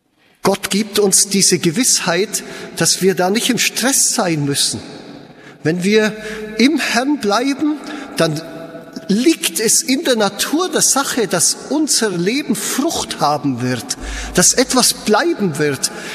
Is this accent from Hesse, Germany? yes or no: no; Bavaria, Germany; born there; eine Heilige aus dem Bayernland, ich bin ein gebürtiger Bayer, ein Zugereister quasi